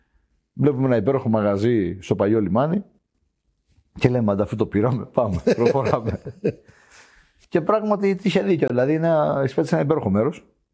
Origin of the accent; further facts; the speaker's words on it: Crete, Greece; γιατί είμαι η πόλη μου, μεγάλωσα. Εκεί που είναι το μαγαζί μου και ακριβώς μεγάλωσα.